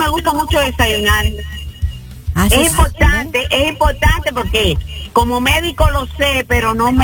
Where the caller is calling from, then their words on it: Cuba; soy cubana